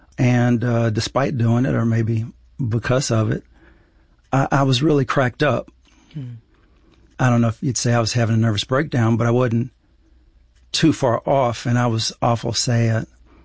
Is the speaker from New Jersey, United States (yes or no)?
no; Dallas, Texas, United States; I went back to Texas. I went to Austin. I'm from Dallas.